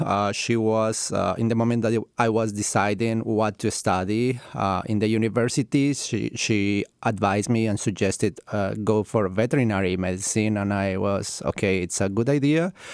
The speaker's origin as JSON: {"language": "English", "region": "Cundinamarca", "country": "Colombia", "tie": "born or raised there", "moved": "as an adult", "lives_now": "United States", "said": "I'm originally from Colombia and I grew up in a small town close to Bogota, that is the capital. And since I was a child, I was surrounded by farm animals."}